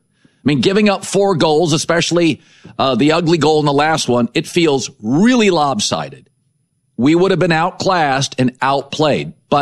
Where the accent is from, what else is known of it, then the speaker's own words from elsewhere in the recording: Pacific Northwest, United States; I grew up in the Pacific Northwest. Timber, Sounders, college programs. I like soccer. Mom was British.